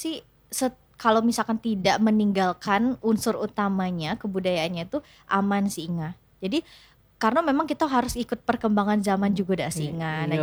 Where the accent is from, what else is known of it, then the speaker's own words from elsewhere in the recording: Curup, Bengkulu, Indonesia; Dari Curup.